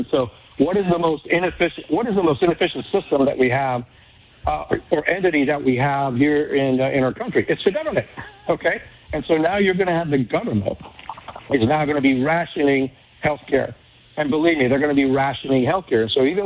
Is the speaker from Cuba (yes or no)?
yes; Cuba; now in United States